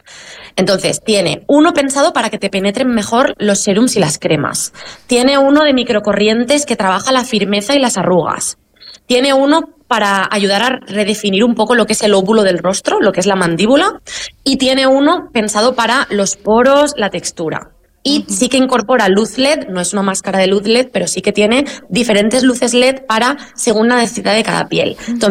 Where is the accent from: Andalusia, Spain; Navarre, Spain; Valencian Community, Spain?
Valencian Community, Spain; Valencia; Yo soy valenciana